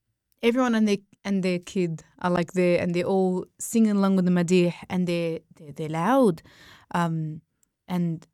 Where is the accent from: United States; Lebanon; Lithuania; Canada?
Lebanon; I'm in Lebanon. And yeah, I'm Lebanese. I'm from Lebanon. I have uncles that are like 2 hours away.